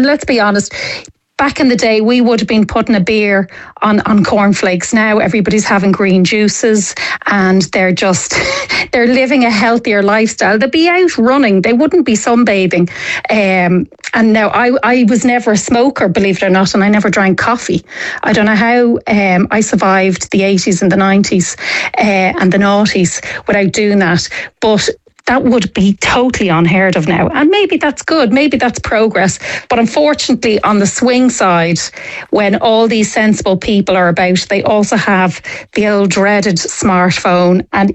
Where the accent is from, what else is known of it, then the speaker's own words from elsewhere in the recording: Ireland; I'm very Irish.